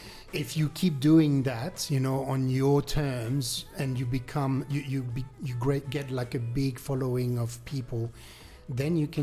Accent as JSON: {"language": "English", "town": "Paris", "region": "Île-de-France", "country": "France", "tie": "born or raised there", "said": "I remember growing up in Paris, hip hop was the biggest part of my life."}